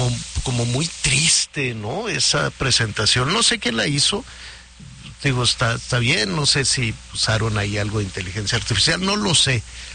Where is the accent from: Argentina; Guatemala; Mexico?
Mexico; algunas frases que se utilizan o palabras que utilizamos los mexicanos